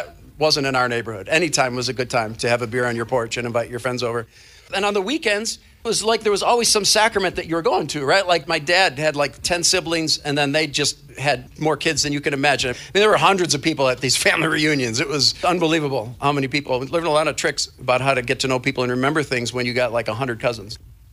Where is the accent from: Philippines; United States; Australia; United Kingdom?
United States; Lincoln Park, Michigan; So I had six older sisters and no brothers. And we grew up in Lincoln Park, Michigan, on a 1,000-square-foot home with one main bathroom.